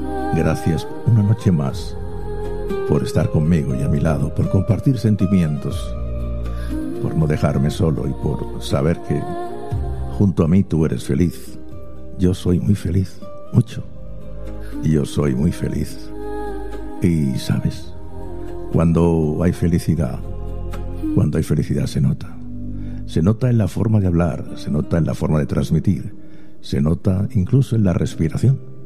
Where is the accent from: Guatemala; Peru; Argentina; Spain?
Spain; Granada, Andalusia; primeros dientes de leche me salieron en Granada, Granada.